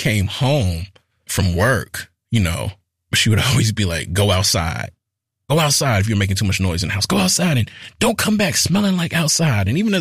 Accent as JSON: {"language": "English", "region": "Mississippi", "country": "United States", "tie": "born or raised there", "said": "You know, the house that I spent most of my time at growing up in Mississippi"}